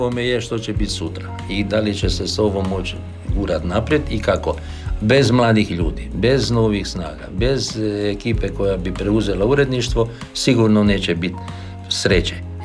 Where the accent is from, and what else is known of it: Punat, Primorje-Gorski Kotar County, Croatia